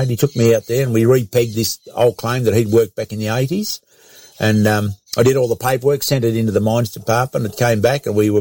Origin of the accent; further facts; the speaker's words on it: Bairnsdale, Victoria, Australia; moved away as an adult; now in White Cliffs, Australia; We're originally from Bensdale down in East Gippsland, on the Gippsland Lakes down there.